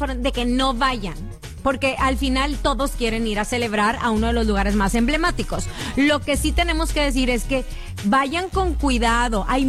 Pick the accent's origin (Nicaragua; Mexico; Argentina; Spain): Mexico; Que lo que estamos viviendo como mexicanos no esté manchado